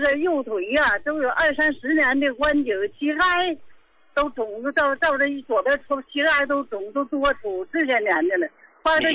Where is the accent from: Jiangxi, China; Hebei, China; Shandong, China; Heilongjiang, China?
Shandong, China; Qingdao; 我是青岛的。